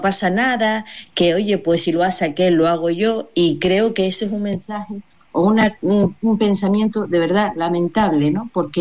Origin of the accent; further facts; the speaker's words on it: Canary Islands, Spain; como islas canarias que somos